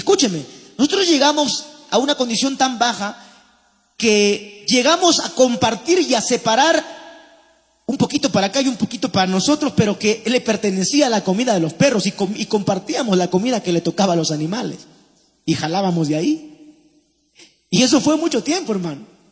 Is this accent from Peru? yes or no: yes; Paiján, La Libertad, Peru; en su pueblito nada más, en Paiján